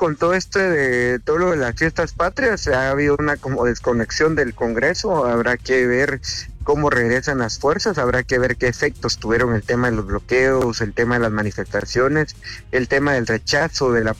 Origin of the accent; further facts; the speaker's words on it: Guatemala; las consecuencias que ahora estamos viviendo como guatemaltecos finalmente.